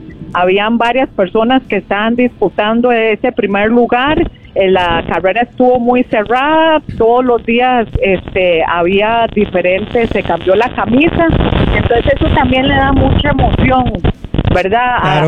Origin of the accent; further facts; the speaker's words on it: Escazú, San José, Costa Rica; Yo que soy de Escazú